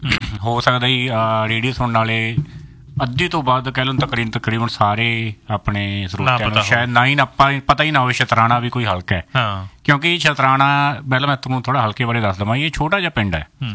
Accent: Punjab, India; moved away; ਮੈਂ ਪੰਜਾਬ ਦੇ ਵਿੱਚ ਹੀ ਸੀਗਾ। ਅਤੇ ਕਿਉਂਕਿ ਆਪਣੇ ਪਿੰਡ ਨੂੰ ਮੇਨ ਜਿਹੜਾ ਸ਼ਹਿਰ ਲੱਗਦਾ ਉਹ ਸਮਾਣਾ ਹੀ ਲੱਗਦਾ ਜੀ।

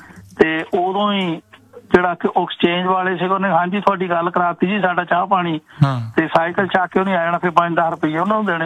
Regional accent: Bopara, Punjab, India; ਮਤਲਬ ਜਿਹੜਾ ਸਾਡਾ ਪਿੰਡ ਹੈਗਾ ਜੀ ਬੋਪਾਰਾ ਗੁਰਾਇਆ

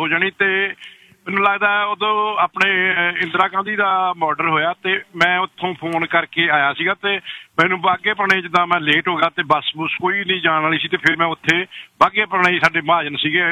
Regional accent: Moga, Punjab, India; moved away; ਪਹਿਲਾਂ ਤਾਂ ਮੈਂ ਇੰਡੀਆ ਦੀ ਤੈਨੂੰ ਸੁਣਾ ਮੈਂ ਨਾ 1985 ਦੇ ਵਿੱਚ ਮੈਂ ਸਿਸਟਰ ਦੀ ਮੈਰਿਜ ਕੀਤੀ ਹੈ ਨਾ ਤੇ ਉਦੋਂ ਵੀ ਫੋਨ ਬਹੁਤ ਘੱਟ ਹੁੰਦੇ ਸੀ ਤੇ ਸਾਡੇ ਮੋਗੇ ਹੁੰਦਾ ਸੀਗਾ ਫੋਨ ਜਿੱਦਾਂ ਸਰਕਾਰੀ

